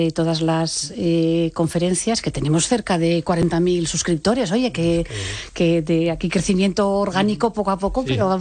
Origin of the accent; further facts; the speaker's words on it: Oviedo, Asturias, Spain; moved away; Yo soy asturiana, es verdad que bueno, la vida me ha llevado a vivir en otros sitios, Pero bueno, Oviedo es mi ciudad